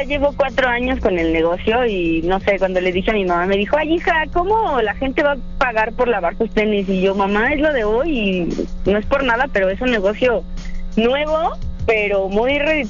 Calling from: Tlalnepantla, State of Mexico, Mexico; De Tlalnepantla.

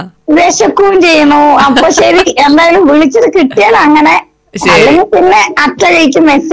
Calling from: Peruvemba, Kerala, India; Peruvamba.

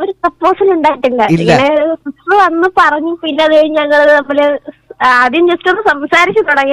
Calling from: Kerala, India; മരാടത്തോട്ടം.

